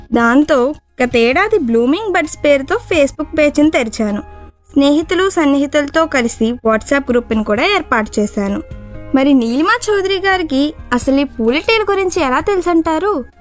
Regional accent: Vijayawada, Andhra Pradesh, India; also born or lived in Guntur / Hubli; బ్యాడ్మింటన్కు అడుగులు పడింది విజయవాడలో అయినా నేను పుట్టింది మాత్రం గుంటూరులోనే.

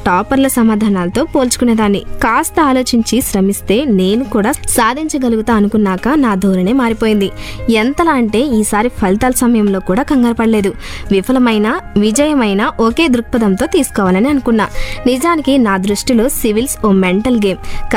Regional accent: Kadapa, Andhra Pradesh, India; అమ్మ శ్రీకృష్ణ. ఇద్దరు ఎల్ఐసి ఉద్యోగులే. నాన్న పదవీ విరమణ పొందారు. పాఠశాల విద్యాభ్యాసం అంతా కడపలోనే సాగింది.

